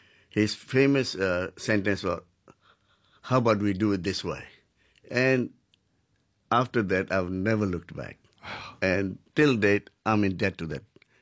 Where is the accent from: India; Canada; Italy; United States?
India; now in Newcastle, Australia; Being Indian